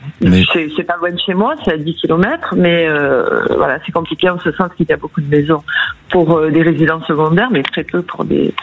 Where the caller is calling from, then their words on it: Occitanie, France; J'appelle de l'Occitanie.